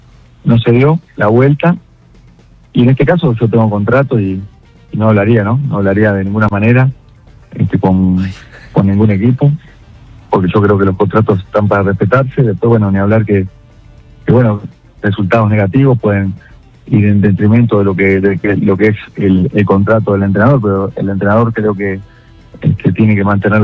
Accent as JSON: {"language": "Spanish", "country": "Uruguay", "said": "soy uruguayo"}